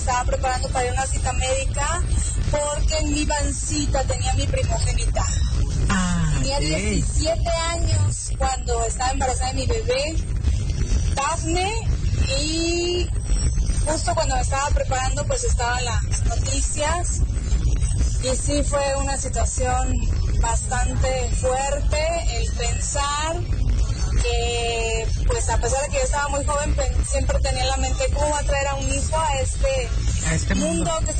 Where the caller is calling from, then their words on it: Irapuato, Guanajuato, Mexico; de Irapuato.